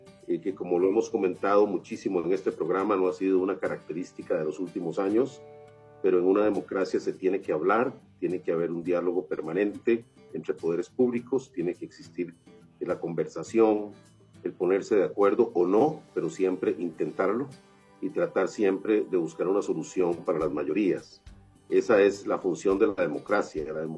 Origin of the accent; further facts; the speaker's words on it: Costa Rica; Tenemos que estar de alguna manera contentos como costarricenses